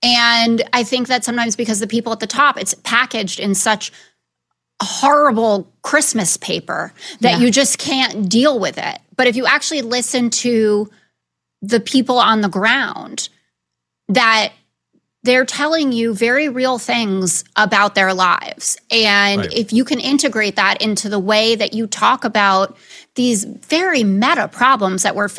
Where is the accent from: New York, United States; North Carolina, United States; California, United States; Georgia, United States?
New York, United States; New York City; I grew up in Tribeca in New York City.